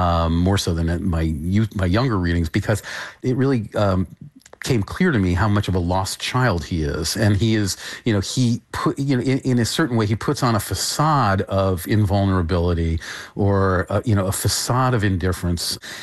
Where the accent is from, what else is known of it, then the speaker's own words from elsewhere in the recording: New York City, New York, United States; I grew up in New York on the Upper East Side.